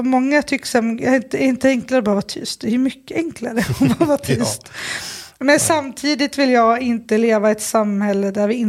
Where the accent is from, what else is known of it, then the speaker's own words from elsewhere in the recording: Sundsvall, Västernorrland County, Sweden; Jag är uppvuxen i Sundsvall.